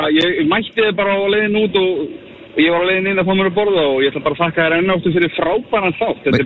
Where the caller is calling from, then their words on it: Capital Region, Iceland; Biskir, því ég reyndar að hringja núna í ferðinni á höfuðborgarsvæðinu, er að dreifa fyrir fyrirtæki.